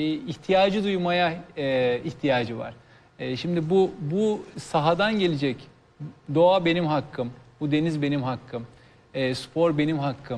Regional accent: Perşembe, Ordu, Turkey; Ama ben mesela Perşembeliyim, orada oluyum. Orada da Perşembe'de boydan boya okul dolu zaten.

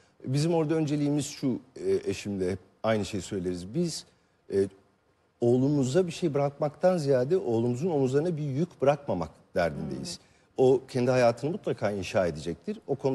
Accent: Kadıköy, Istanbul, Turkey; Ben doğup büyüdüğüm yerde oturuyorum hala. Kadıköy'deyim, Kadıköylüyüm ve orayı çok seviyorum.

